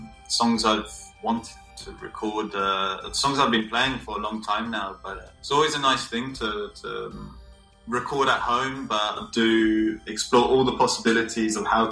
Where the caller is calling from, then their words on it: Zaragoza, Aragon, Spain; I am coming from Zaragoza with 2 Z's.